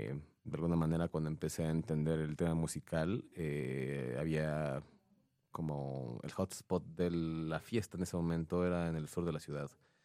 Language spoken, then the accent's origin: Spanish; Mexico City, Mexico; soy un ciudadano del Distrito Federal en esos tiempos. No es antes de que fuera una marca, la ciudad. Del sur de donde empieza el sur de la ciudad, prácticamente